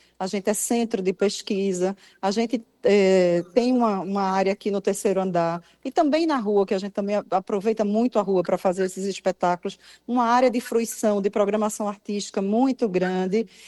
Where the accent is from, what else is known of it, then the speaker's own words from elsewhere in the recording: Pernambuco, Brazil; frevo é o que nos identifica como pernambucano